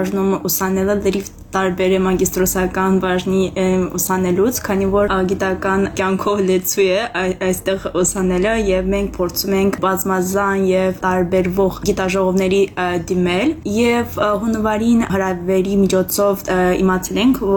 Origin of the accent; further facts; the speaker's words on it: Armenia; նրանք հարցնում էին, որտեղից եք, ասում ես Հայաստանից